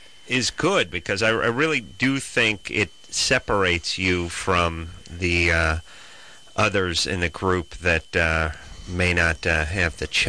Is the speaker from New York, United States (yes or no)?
no; Philadelphia, Pennsylvania, United States; I'm from Philly, too